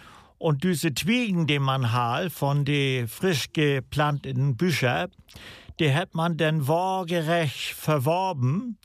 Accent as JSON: {"language": "German", "town": "Rendsburg", "region": "Schleswig-Holstein", "country": "Germany", "tie": "born or raised there", "said": "Ja, ich komme aus Rendsburg, das liegt im Kreis Plön, in der unterste Hälfte. Und ja, da bin ich geboren und da lebe ich seitdem."}